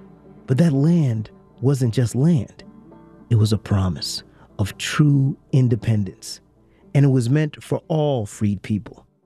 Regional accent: the South, United States; When I was growing up in the South, all these new housing developments were popping up.

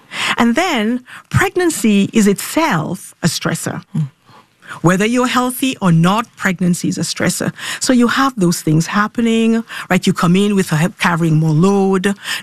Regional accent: Dominica; born or raised there

